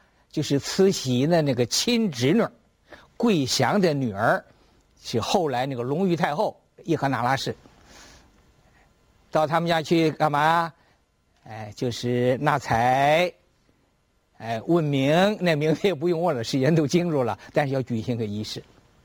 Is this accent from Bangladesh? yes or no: no; China; 我们中国人，北京人